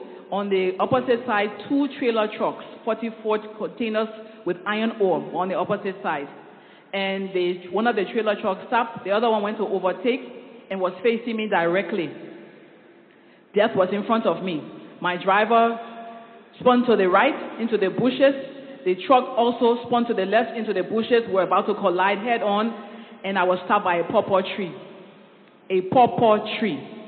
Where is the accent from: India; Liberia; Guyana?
Liberia; I'm here with my husband … … We are from Liberia.